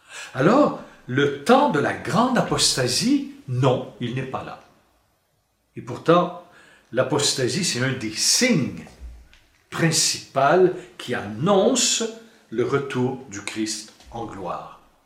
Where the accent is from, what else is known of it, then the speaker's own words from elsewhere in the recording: Quebec, Canada; Moi, je suis canadien, je suis québécois